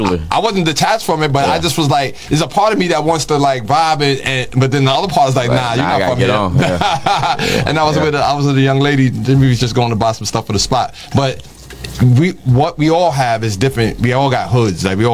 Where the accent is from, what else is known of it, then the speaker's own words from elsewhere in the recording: Bronx, New York, United States; I'm from the Bronx, right? I'm from the South Bronx back mm-hmm. in the days when they was burning buildings and all that.